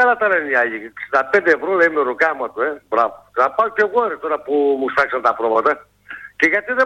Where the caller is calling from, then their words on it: Greece; εγώ που είμαι ο Έλληνας